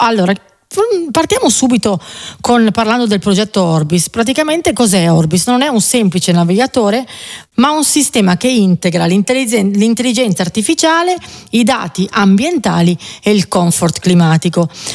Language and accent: Italian; Milan, Lombardy, Italy; Penso ad esempio a Milano, perché sono di Milano e amo moltissimo la bicicletta